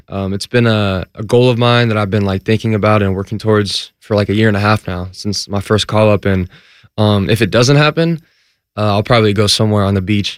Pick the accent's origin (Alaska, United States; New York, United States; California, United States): California, United States; Fresno; I'm from Fresno, which is like Central Valley of California, but I was always going to NorCal for like games and stuff.